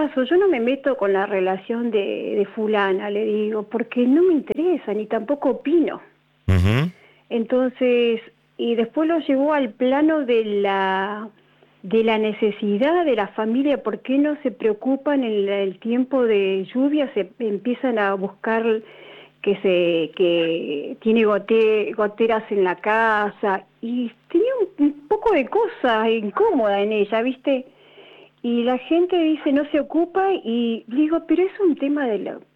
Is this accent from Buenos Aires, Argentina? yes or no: no; Neuquén, Argentina; Bien, de acá, Neuquén.